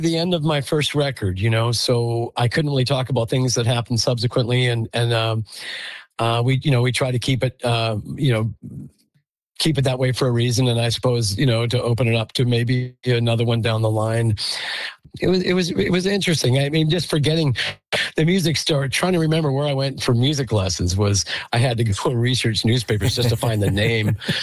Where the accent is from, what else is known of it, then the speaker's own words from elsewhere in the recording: Saskatchewan, Canada; I grew up in Saskatchewan where … was, you know, obviously legendary in so many ways.